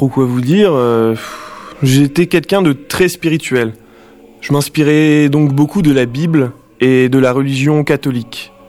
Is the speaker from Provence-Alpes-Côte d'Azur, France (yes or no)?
yes; Avignon, Provence-Alpes-Côte d'Azur, France; born there; Je suis né à Avignon, mon père était professeur d'anglais et ma mère poète.